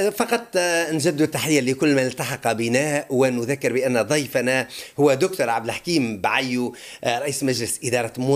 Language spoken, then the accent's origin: Arabic; Tunisia; نحن في تونس